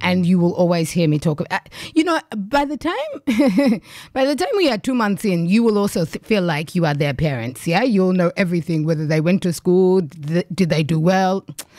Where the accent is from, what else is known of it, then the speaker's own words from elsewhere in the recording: Canberra, Australian Capital Territory, Australia; I'm from Uganda. So I grew up in Canberra, you know, down in Tuggers. But when I was about 15, I went to Uganda for the first time